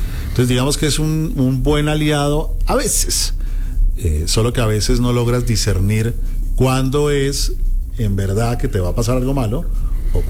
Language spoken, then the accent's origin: Spanish; Bogotá, Colombia; Vengo desde Colombia.